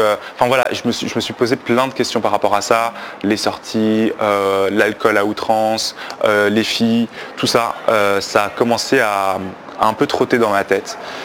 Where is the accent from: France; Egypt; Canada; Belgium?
Belgium; Donc j'ai grandi en Belgique, du coup, voilà, j'ai une enfance assez normale avec ma famille qui est chrétienne